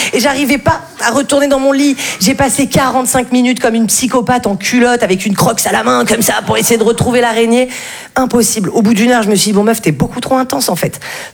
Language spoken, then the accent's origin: French; Val-de-Blore, Provence-Alpes-Côte d'Azur, France; là d'où je viens, c'était assez compliqué les trajets en ambulance, parce que moi, je viens d'un tout petit village qui s'appelle Val-de-Blore.